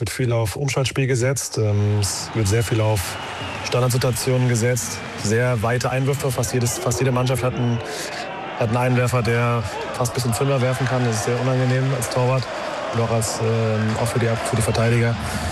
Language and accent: German; Germany; now in Scotland